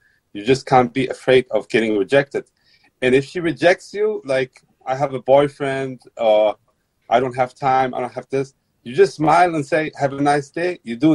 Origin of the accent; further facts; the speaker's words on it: Germany; My parents are from Afghanistan. I grew up in Europe, in Germany.